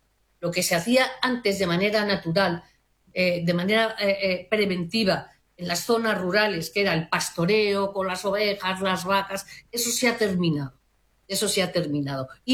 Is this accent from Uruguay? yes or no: no; Spain